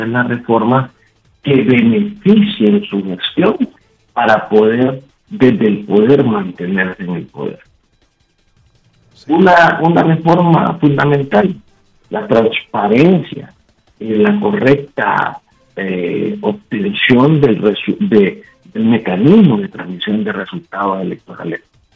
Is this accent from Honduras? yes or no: yes; Honduras; somos todos los hondureños